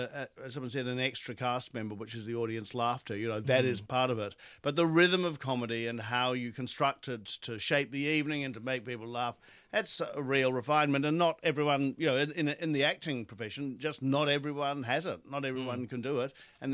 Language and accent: English; New Zealand; But this song, look, I grew up in New Zealand.